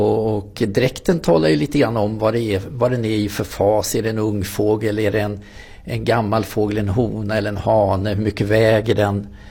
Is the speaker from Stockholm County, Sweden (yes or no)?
yes; Nynäshamn, Stockholm County, Sweden; jag är uppvuxen i Nynäshamn och vi var ute på kusten